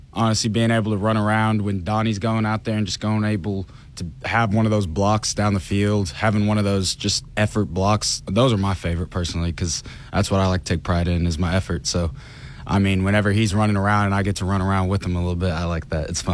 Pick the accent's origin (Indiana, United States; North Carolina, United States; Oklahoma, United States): Oklahoma, United States; Broken Arrow; moved away as an adult; now in Conway, Arkansas, United States; It feels like where I grew up back in Tulsa, back in Broken Arrow.